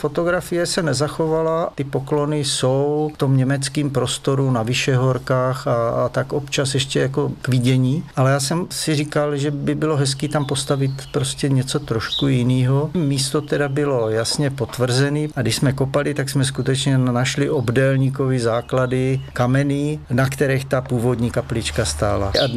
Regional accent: Žádlovice, Olomouc Region, Czechia; now in Loštice, Czech Republic; Jako dítě jsem bydlel v Žadlovicích

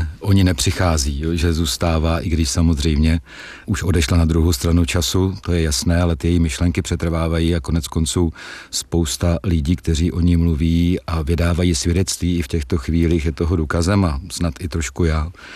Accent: Brno, South Moravian Region, Czechia; já jsem rodilý Brňák

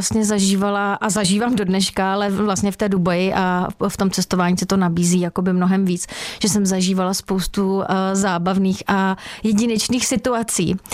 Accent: Sokolov, Karlovy Vary Region, Czechia; moved away as an adult; also born or lived in Kraslice; now in Prague, Czech Republic; Narodila jsem se jako spousta dětí a mého ročníku v Kraslicích, ale jinak jsem celý život vyrůstala v Sokolově, celé dětství i vlastně dospívání jsem tam prožila.

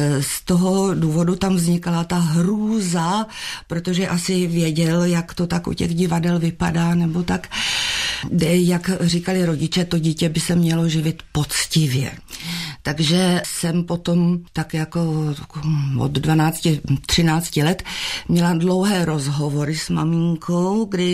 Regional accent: Prague, Czechia; Já jsem se narodila v Praze a strávila jsem velkou část dětství na Malé Straně.

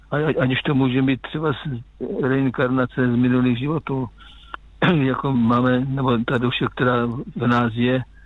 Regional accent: Žeravice, South Moravian Region, Czechia; born or raised there; also born or lived in Kopřivnice

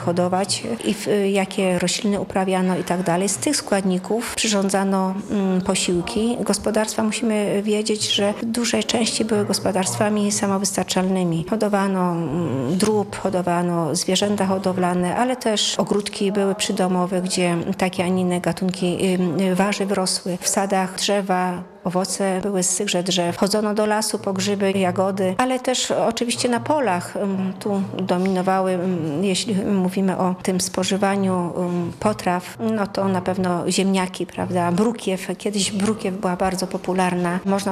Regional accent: Silesian Voivodeship, Poland; Ja jestem Ślązaczką z urodzenia i ta kuchnia śląska jest obecna w moim życiu cały czas.

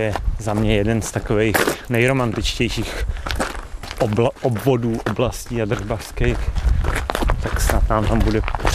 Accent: Krkonoše, Czechia; Já to mám takovou celoživotní paralýzu tím, že jsem z Krkonoš

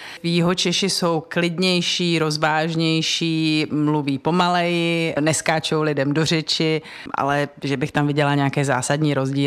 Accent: western Slovakia, Slovakia; Czech is a second language; moved away as an adult; also born or lived in Prague; now in South Bohemia, Czech Republic; Já jsem ze západního Slovenska nejdříve přesídlila do Prahy a pak jsem přesídlila na jih Čech, kde se narodily moje dvě děti, takže už se tady cítím doma.

